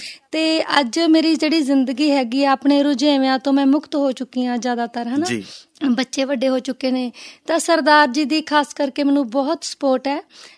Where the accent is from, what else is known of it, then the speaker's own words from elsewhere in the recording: Dyalpura Bhai Ka, Punjab, India; moved away as an adult; ਛੋਟਾ ਜਿਹਾ ਦਿਆਲਪੁਰਾ ਭਾਈਕਾ ਦੇ ਨਾਲ ਜ਼ਿਲ੍ਹਾ ਬਠਿੰਡਾ ਦੇ ਵਿੱਚ ਜੀ ਮੇਰਾ ਜਨਮ ਹੋਇਆ।